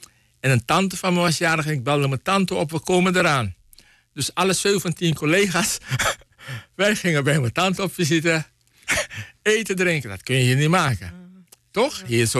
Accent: Suriname; born there; ik ben geboren als Nederlander, hè? In Suriname.

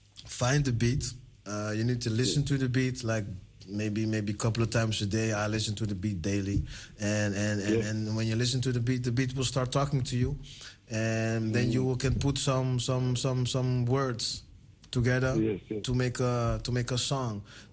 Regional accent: Suriname; English is a second language; moved away; go back to Suriname, to the culture, and write it in my own language, in my native tongue.

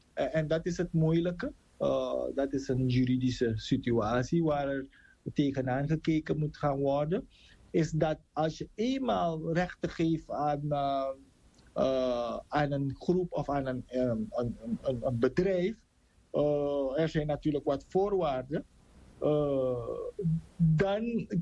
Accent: Suriname; zoals we dat als Surinamers graag willen

